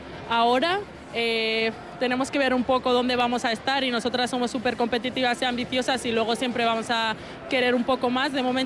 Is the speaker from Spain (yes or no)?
yes; Basque Country, Spain; Sí, bueno, nosotras somos cuatro vascas